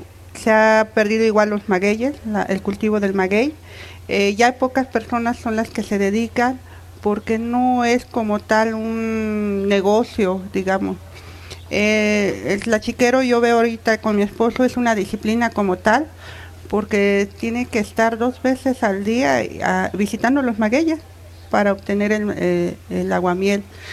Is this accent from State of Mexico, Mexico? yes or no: yes; San Martín Aguatepec, State of Mexico, Mexico; De la localidad de San Martín, Aguatepec.